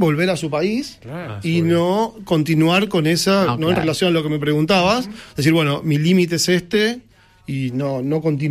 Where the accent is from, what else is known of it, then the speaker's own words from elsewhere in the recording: Argentina; porque somos argentinos y tenemos costumbres totalmente distintas, ¿no?